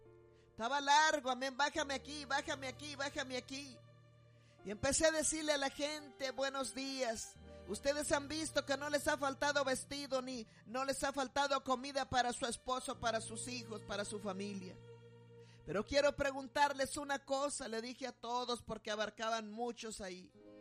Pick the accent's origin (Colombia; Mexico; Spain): Mexico; moved away; Yo soy mexicana, pero pues ya me puse, ya no estoy impuesta al sol.